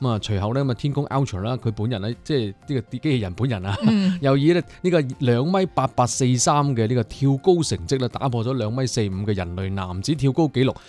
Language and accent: Cantonese; Guangdong, China; 我作为一个广东人